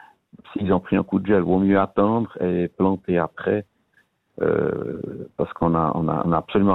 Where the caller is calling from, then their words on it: Estavayer, Fribourg, Switzerland; là, j'habite sur la... Estavayer, le lac